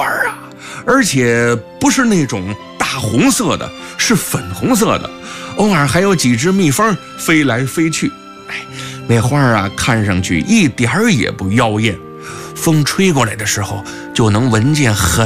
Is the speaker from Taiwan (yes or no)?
no; Feicheng, Shandong, China; 这个肥城就是我老家啊。